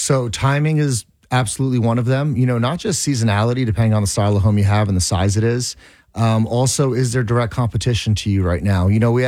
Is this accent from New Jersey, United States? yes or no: yes; Sayreville, New Jersey, United States; I know Sayreville very well. I grew up on Modzelewski Terrace, actually, off Main Street.